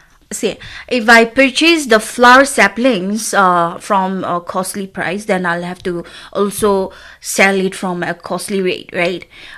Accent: Jotsoma, Nagaland, India; since I am from Jotsoma village, which is not very hot and not very cold

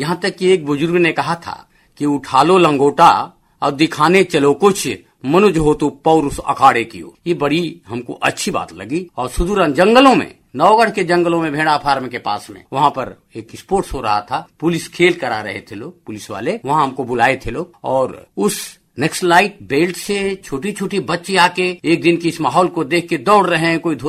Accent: Chandauli district, Uttar Pradesh, India; जैसे हम लोग गांव के हैं रहने वाले, बेसिकली मैं गांव का निवासी हूँ, चंदौली जिले में धानापुर एक जगह है, धानापुर में गांव है डबरिया, उस गांव का मैं मूल रूप से निवासी हूँ।

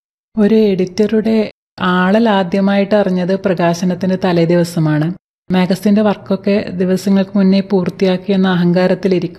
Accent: Kannur, Kerala, India; ഞാൻ കണ്ണൂർ സ്വദേശിയാണ്.

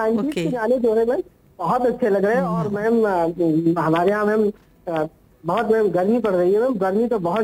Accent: Barabanki, Uttar Pradesh, India; now in Lucknow, India; मैं बाराबंकी का रहने वाला हूँ, वर्तमान समय में … लखनऊ से बात कर रहा हूँ।

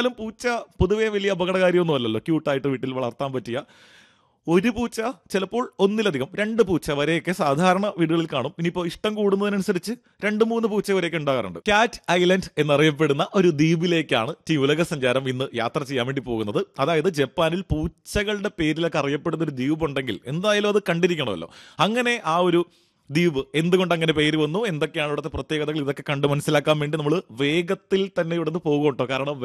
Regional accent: Kerala, India

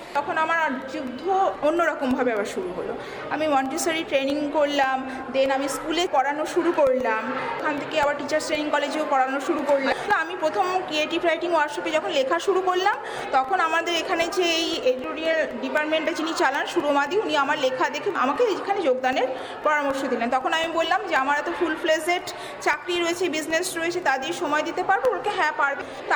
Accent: Assam, India; moved away as an adult; now in Kolkata, India; আমি অ্যাকচুয়ালি আসামের মেয়ে, বিবাহ সূত্রে আমি এখানে আসি।

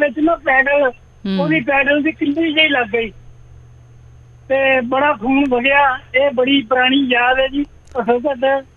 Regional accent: Bhewa, Haryana, India; ਇੱਕ ਵਾਰੀ ਨਾ ਸਾਡੇ ਖੇਤ ਦਾ ਮੇਲਾ ਲੱਗਦਾ ਭੇਵਾ ਸ਼ਹਿਰ ਹਰਿਆਣੇ ਦੇ ਵਿੱਚ ਹੈ, ਉੱਥੇ ਰਹਿੰਦੇ ਸੀ

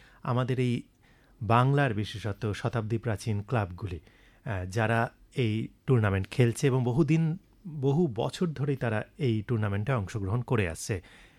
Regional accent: India; আমরা একজন ভারতীয় হিসেবে গর্ববোধ করতেই পারি।

